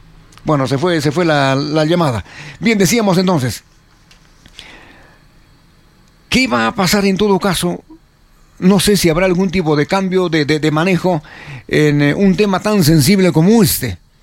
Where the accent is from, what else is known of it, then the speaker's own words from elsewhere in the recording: Peru; nosotros como buenos peruanos